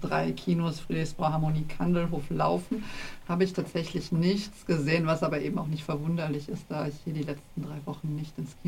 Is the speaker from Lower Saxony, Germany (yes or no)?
no; Aachen, North Rhine-Westphalia, Germany; und eben seit neuestem auch in Aachen, meiner Heimatstadt.